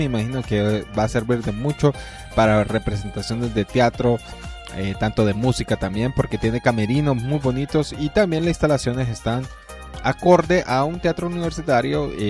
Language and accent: Spanish; Honduras